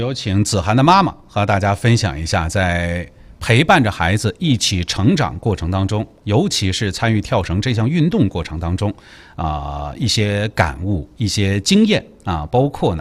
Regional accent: Jinzhou, Liaoning, China; 那么对于咱们锦州在咱们家乡

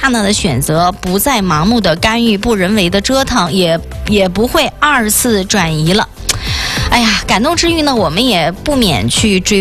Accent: Northeast China, China; 咱们东北人

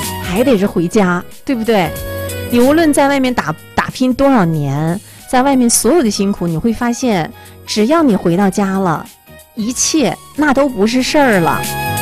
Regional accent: Jinzhou, Liaoning, China

